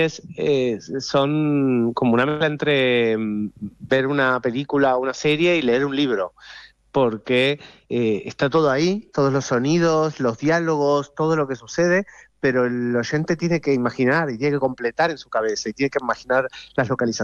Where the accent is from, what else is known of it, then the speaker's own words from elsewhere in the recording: Argentina; accent: Argentine; Todas las pequeñas partes de la serie las he tenido que hacer con mi acento argentino, pobrecitos, si se tienen que concentrar.